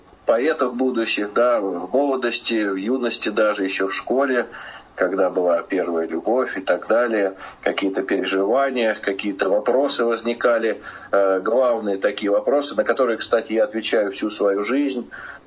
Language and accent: Russian; Moscow, Russia; born there; Родился я в Москве в 1973 году, еще в прошлом веке.